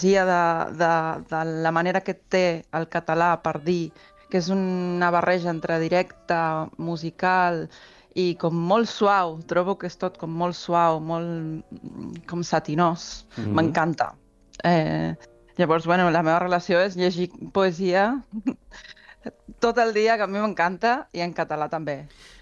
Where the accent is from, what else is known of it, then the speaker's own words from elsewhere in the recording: Argentina; accent: Argentine; first language Spanish; Catalan is a second language; moved away as an adult; now in Catalonia, Spain; des del meu barri d'Argentina, arribar aquí